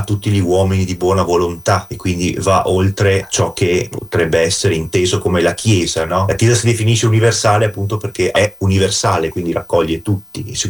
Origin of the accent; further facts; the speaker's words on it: Veneto, Italy; Provincia di Venezia